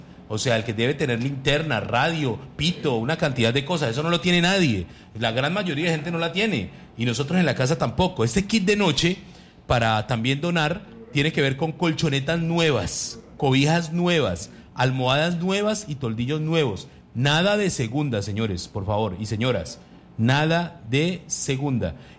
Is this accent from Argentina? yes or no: no; Colombia; Hoy somos colombianos